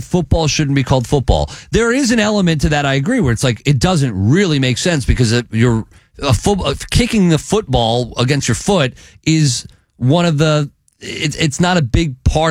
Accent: Tennessee, United States; I grew up in Tennessee playing tackle

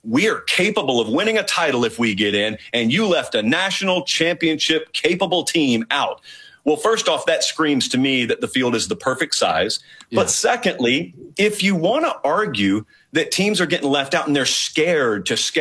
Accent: Deep South, United States; I grew up in the Deep South. Everybody down there thinks that Notre Dame is evil for not having ever joined a conference.

